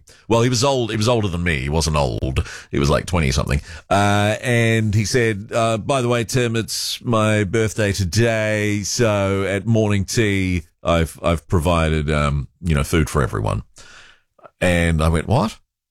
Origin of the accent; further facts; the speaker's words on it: New Zealand; born there; also born or lived in Malaysia; growing up, when we moved back to New Zealand, having lived in Malaysia, where I really, even though I was born in New Zealand, where I didn't feel especially New Zealand-like